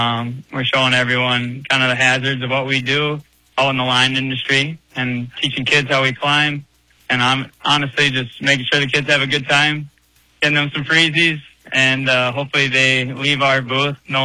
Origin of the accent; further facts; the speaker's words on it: Minnesota, United States; I'm from Rusher, Minnesota.